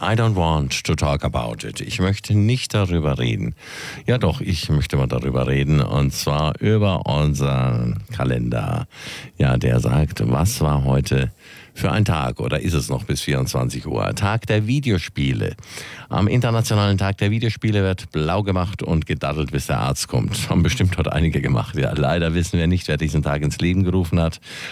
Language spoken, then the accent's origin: German; Würzburg, Bavaria, Germany; das wissen wir doch aber als Würzburger, oder?